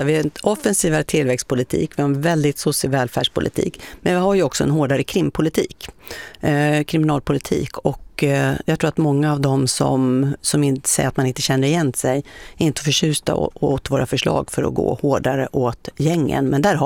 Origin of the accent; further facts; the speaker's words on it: Uppsala, Uppsala County, Sweden; now in Stockholm, Sweden; när jag växte upp i Uppsala